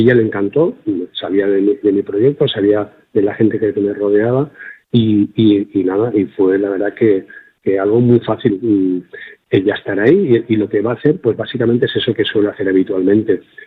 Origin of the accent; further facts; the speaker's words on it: Valencian Community, Spain; moved away as an adult; now in Andalusia, Spain; Soy valenciano, pero soy más casi andaluz-valenciano, porque llevo más tiempo en Andalucía que en la tierra en la que nací y me formé como músico, ¿no?